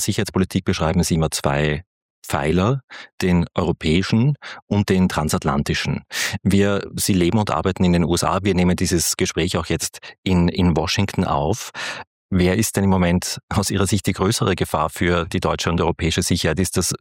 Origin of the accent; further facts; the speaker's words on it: Austria; kommt mir als Österreicher recht bekannt vor.